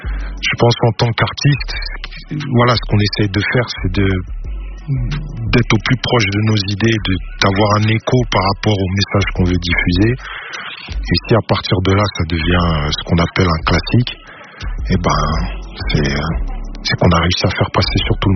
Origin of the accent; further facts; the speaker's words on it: Aulnay-sous-Bois, Île-de-France, France; also born or lived in London; j'ai grandi dans un quartier, j'ai grandi à Aulnay-sous-Bois, aux Emmaüs. Donc, big up à l'endroit où j'ai grandi.